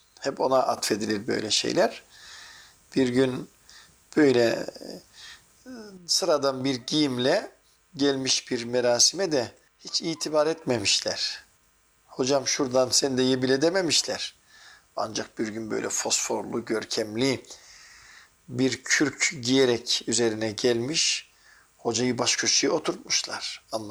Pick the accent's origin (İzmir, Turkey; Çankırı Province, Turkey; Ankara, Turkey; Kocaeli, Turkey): Çankırı Province, Turkey; Çankırılıyım ya ben.